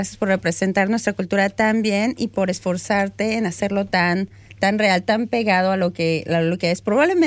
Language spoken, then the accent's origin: Spanish; Mexico; Como mexicana, yo puedo decirles que me siento muy orgullosa de escuchar que los mexicanos nacemos en todos lados